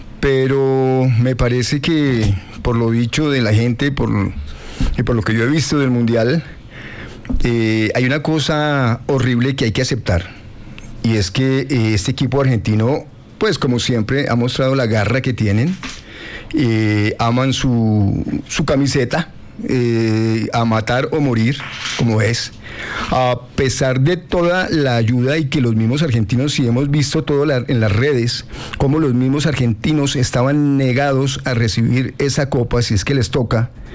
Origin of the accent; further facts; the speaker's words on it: Colombia; porque es que eso escondiendo las cosas como buen colombiano promedio está mal.